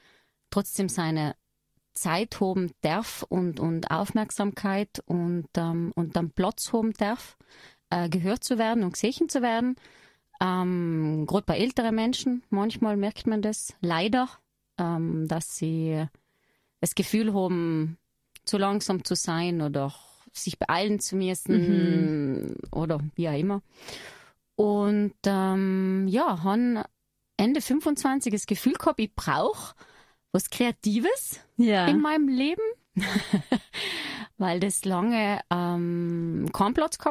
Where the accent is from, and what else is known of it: Trentino-Alto Adige, Italy